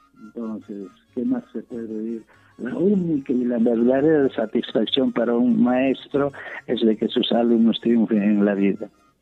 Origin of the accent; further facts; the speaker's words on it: Acomayo, Cusco, Peru; en mi tierra, Pomayo.